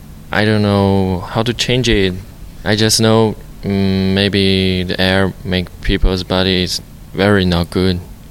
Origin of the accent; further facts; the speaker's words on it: Yanji, Jilin, China; English is a second language; now in United States; I'm from the Yanji and the city from Jilin. That place is the and northern. Our known for the different language because we have the Korean people and the rice.